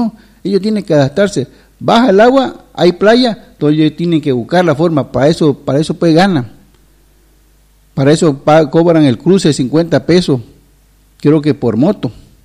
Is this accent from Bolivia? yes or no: yes; Bolivia; somos unos cambas flojos